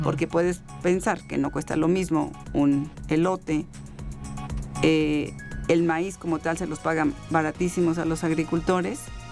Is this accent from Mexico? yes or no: yes; Querétaro, Mexico; Yo soy de Querétaro.